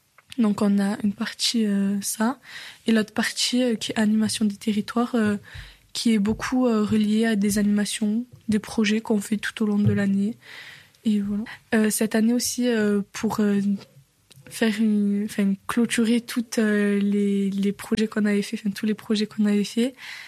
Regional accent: Millau, Occitanie, France; J'ai 18 ans. Je suis née en Aveyron, à Millau. J'ai grandi dans un milieu rural.

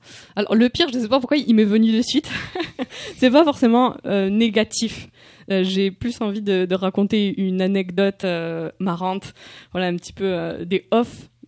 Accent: Occitanie, France; born there; moved away as an adult; also born or lived in Toulouse; Moi, je suis née en Ariège, je suis pas d'ici. Bon, c'est pas très loin quand même, hein.

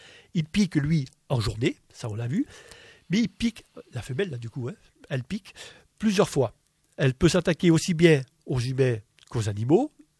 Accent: Provence-Alpes-Côte d'Azur, France; je suis provençal

